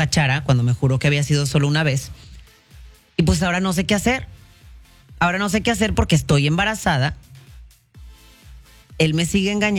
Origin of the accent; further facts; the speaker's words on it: Mexico; now in United States; Yo soy mexicana, criada en México, con papás criados en México, nacida aquí, pero... me crié en México toda la vida.